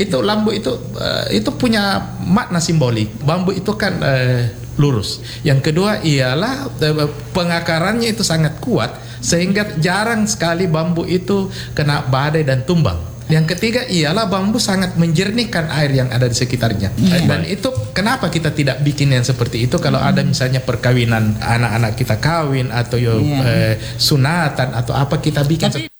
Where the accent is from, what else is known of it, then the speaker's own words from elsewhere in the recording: Galesong, South Sulawesi, Indonesia; Jadi kalau belakangan ada yang tanya kamu orang apa, saya orang Galesong.